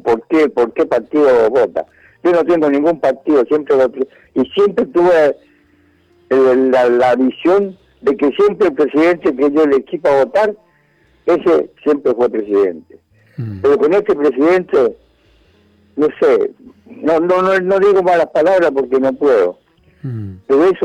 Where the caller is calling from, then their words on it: Moreno, Buenos Aires Province, Argentina; De Moreno.